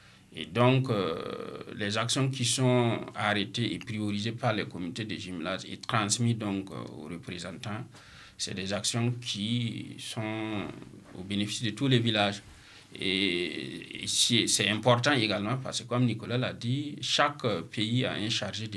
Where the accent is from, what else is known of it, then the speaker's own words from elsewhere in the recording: Burkina Faso; je suis du Burkina